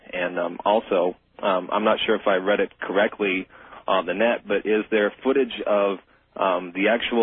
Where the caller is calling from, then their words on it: Bakersfield, California, United States; calling from Bakersfield.